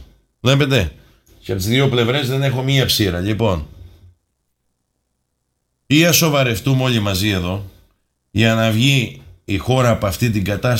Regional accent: Greece; εμείς να έχουμε πρώτα απ' όλα όρεξη σαν Έλληνες να πάρουμε την πατρίδα μας πίσω.

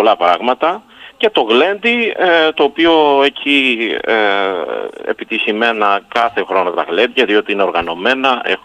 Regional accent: Dafnes, Crete, Greece; Το αφιερώνω στο χωριό μου στις Δαφνές

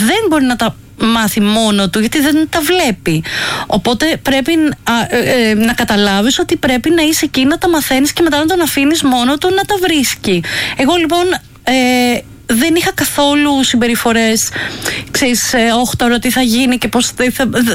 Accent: Glyfada, Attica, Greece; also born or lived in Faliro / Alimos; Μεγάλωσα κυρίως στα νότια προάστια γενικά. Γεννήθηκα στο Φάλιρο, μετά βρέθηκα για λίγο στον Άλιμο, μετά κατέληξα στην Κλειφάδα για καμιά 25 χρόνια. Είμαι των νοτίων γενικά παιδί.

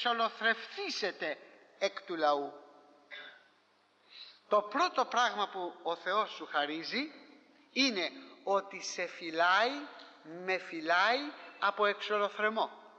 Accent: Corfu, Ionian Islands, Greece; στην Κέρκυρα, στην πατρίδα μου, όταν ήμασταν παιδιά

